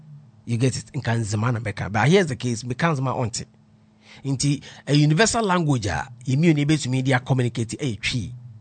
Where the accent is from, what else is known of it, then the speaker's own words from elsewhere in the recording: Ghana; We are Ghanaians. Yeah, we are Ghanaians.